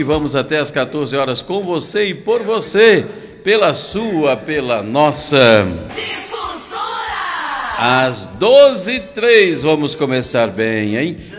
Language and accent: Portuguese; Brazil; Como brasileiro, vamos torcer